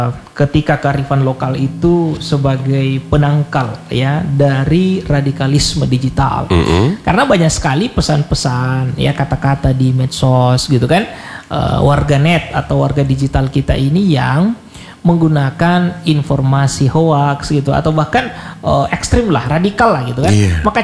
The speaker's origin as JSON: {"language": "Indonesian", "region": "South Sulawesi", "country": "Indonesia", "said": "kita orang Bugis Makassar atau Sulawesi Selatan ini"}